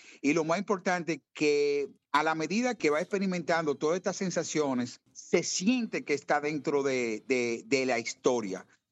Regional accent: Dominican Republic; nuestra historia, nuestra cultura y nuestras raíces

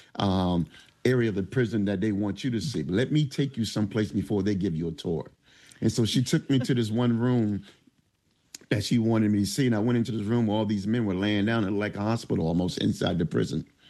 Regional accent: Philadelphia, Pennsylvania, United States; I'm from North Philadelphia, 10th and Cumberland.

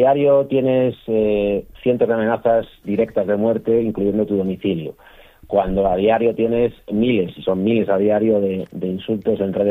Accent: León, Castile and León, Spain; now in Madrid, Spain; León siempre será mi casa, siempre vuelvo a León porque es mi casa y porque lo más importante que tengo, que es mi hijo, vive en León. Por tanto, vuelvo con mucha asiduidad a León.

